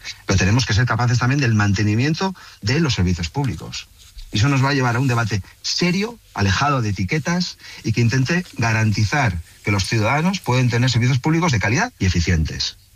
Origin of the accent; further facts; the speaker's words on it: San Sebastián, Basque Country, Spain; yo soy de San Sebastián, que es probablemente la ciudad más bonita de España, si me permite usted.